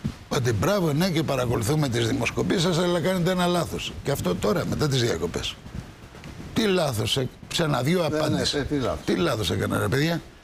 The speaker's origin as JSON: {"language": "Greek", "country": "Greece", "said": "Έχουμε ένα ρητό σαν Έλληνες."}